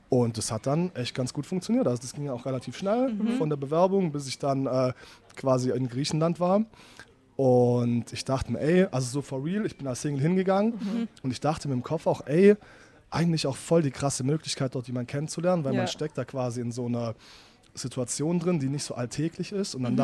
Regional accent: Albstadt, Baden-Württemberg, Germany; moved away as an adult; now in Stuttgart, Germany; Bin ursprünglich aus Albstadt. Kennt ihr das? Das ist so ein Dorf.

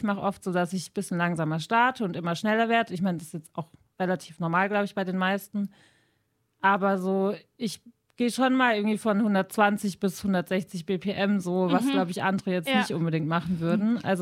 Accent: Karlsruhe, Baden-Württemberg, Germany; now in Stuttgart, Germany; ich komme aus Karlsruhe ursprünglich

